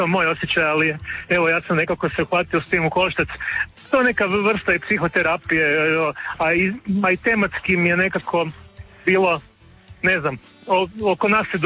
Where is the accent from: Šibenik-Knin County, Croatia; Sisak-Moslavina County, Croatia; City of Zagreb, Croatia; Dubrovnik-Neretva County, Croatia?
City of Zagreb, Croatia; Zagreb; Ja sam iz Zagreba